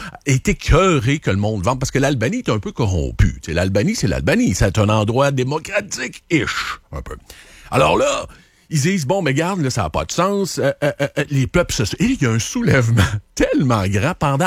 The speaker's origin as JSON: {"language": "French", "town": "Quebec City", "region": "Quebec", "country": "Canada", "said": "Moi, je viens de Québec, de toute façon."}